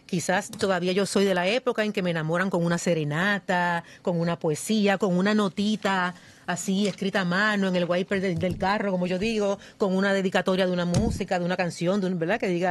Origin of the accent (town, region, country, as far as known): Puerto Rico